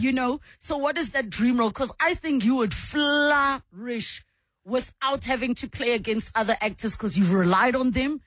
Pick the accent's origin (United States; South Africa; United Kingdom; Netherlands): South Africa; We are evolving as South African viewers because we used to not like seeing ourselves reflected back to us.